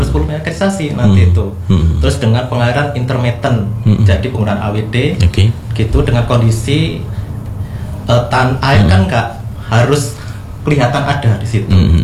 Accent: Java, Indonesia; Makanya ketika ini punten, saya dari Jawa ya.

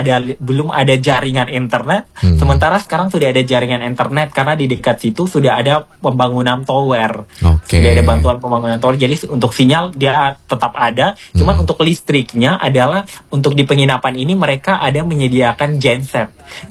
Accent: East Nusa Tenggara, Indonesia; Jadi memang kalau kita suku Timor itu ada anyaman yang dipakai buat tutup masak makanan itu, ada namanya takak dan tudung.

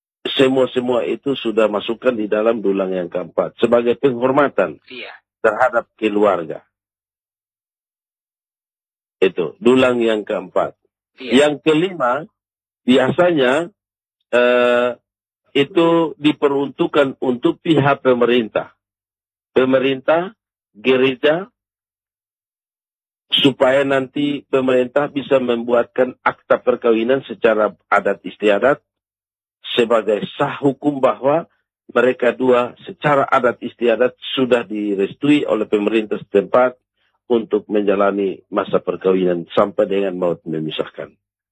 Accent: Amarasi Timur, East Nusa Tenggara, Indonesia; Sedangkan yang namanya kami orang Timur Amarasi itu memiliki marga.

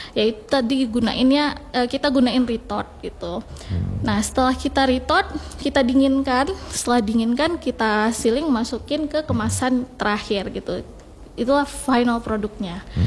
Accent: Aceh, Indonesia; karena kita orang Aceh

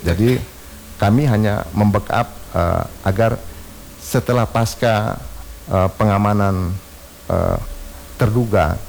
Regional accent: North Maluku, Indonesia; wilayah Maluku Utara ini kebetulan kita juga putra daerah.

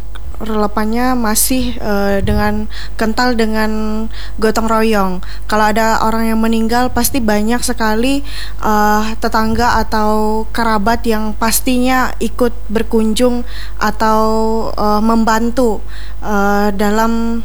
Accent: Timpah district, Central Kalimantan, Indonesia; Kecamatan Timpah, Kabupaten Kapuas.

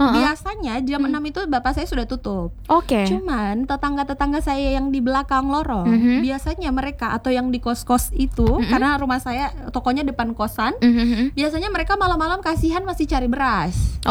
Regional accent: Kendari, Southeast Sulawesi, Indonesia; moved away as an adult; now in Andonohu, Kendari, Indonesia; kami baru 2 tahun tinggal di Andonohu. Saya lahir besar di Kota Lama. Anak kolam.

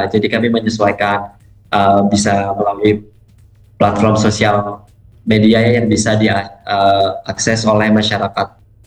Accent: Madiun, East Java, Indonesia; moved away; Saya aslinya malah dari Madiun

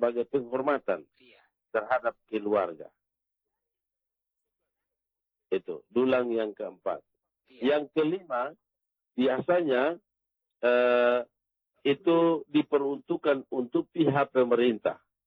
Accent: East Nusa Tenggara, Indonesia; kami orang Timur Amarasi itu memiliki marga.

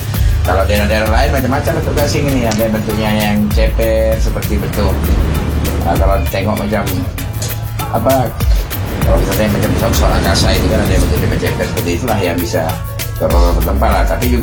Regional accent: Riau Islands, Indonesia; termasuk kampung kami Seenam ini.

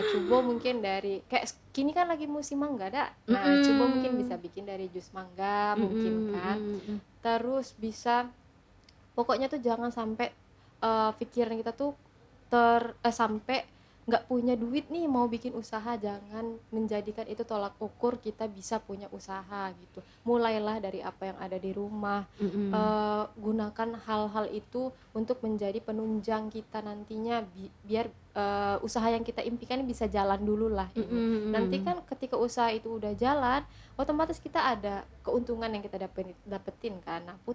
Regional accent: Bengkulu, Indonesia; accent: Sundanese-like; moved away as an adult; also born or lived in Bandung; Saya asli orang Bengkulu, lahir di Bengkulu, besar di Bengkulu, cuman sempat menempuh pendidikan kuliah di luar, dan bekerjanya juga waktu itu sempat keluar.

